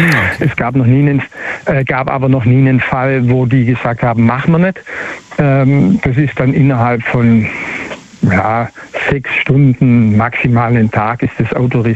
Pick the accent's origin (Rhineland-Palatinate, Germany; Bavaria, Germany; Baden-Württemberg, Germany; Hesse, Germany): Baden-Württemberg, Germany; Als Schwabe, nein.